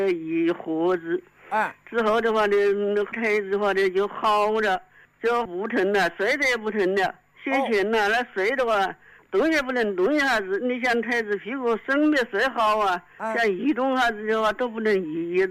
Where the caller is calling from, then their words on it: Huangshi, Hubei, China; 我是黄石，我黄石就是在中楼这里，就是人民广场这里。